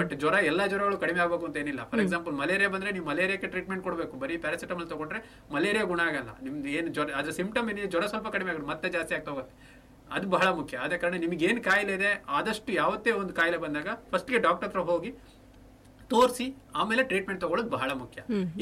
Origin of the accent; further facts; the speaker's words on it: Dakshina Kannada district, Karnataka, India; ನಮ್ಮ ದಕ್ಷಿಣ ಕನ್ನಡ ಜಿಲ್ಲೆಯಲ್ಲಿ